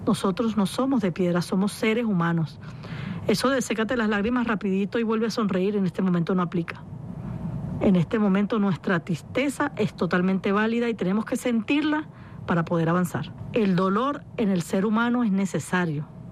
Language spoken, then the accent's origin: Spanish; Venezuela; yo también soy venezolana